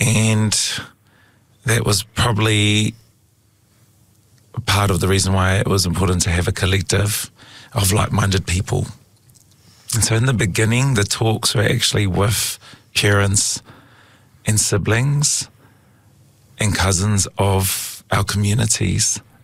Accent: Christchurch, Canterbury, New Zealand; Growing up in this city, it is the most English city out of England.

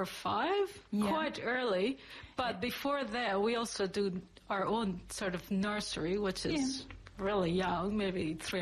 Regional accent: Devonshire Castle, Pomeroon-Supenaam, Guyana; moved away; I'm from Devonshire Castle.

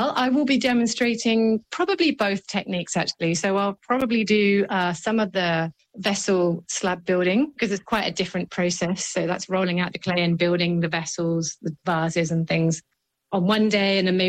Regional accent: England, United Kingdom; moved away; growing up in England

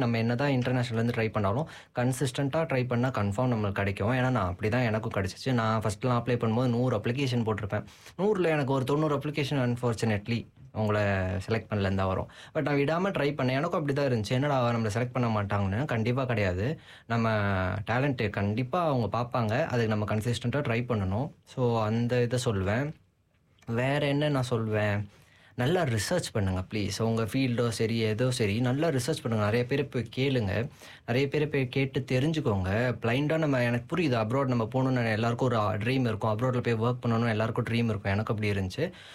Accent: India; moved away as an adult; நான் இந்தியா தான் சொன்னேன் இல்லையா, நான் இந்தியால இருந்து ஏன் மெயினா வந்தேன்னா, நான் அங்க ஒர்க் பண்ணிட்டு இருந்தேன்.

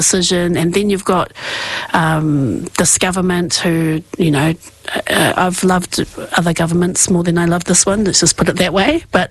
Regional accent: Marsden, Wellington, New Zealand; Yeah, you know, born and bred in Marsden, you know, Marsden is our town

